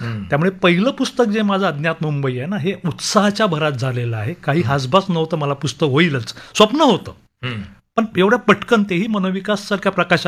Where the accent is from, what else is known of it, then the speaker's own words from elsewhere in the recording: Mumbai, Maharashtra, India; मी जरी मुंबईकर मला म्हणत असलो